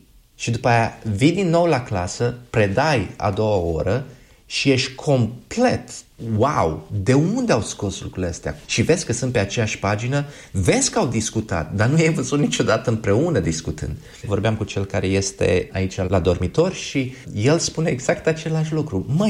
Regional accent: Romania; now in United Kingdom; Mai ales ca români, îmi aduc aminte când eram copil, cum te sărutau părinții sau bunicii sau bătrânele de la sat.

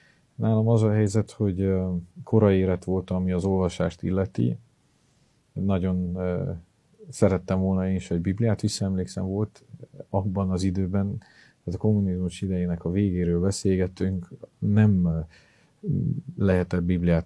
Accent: Miercurea Nirajului, Mureș County, Romania; A nyáredszeredai gyülekezetben nőttem fel

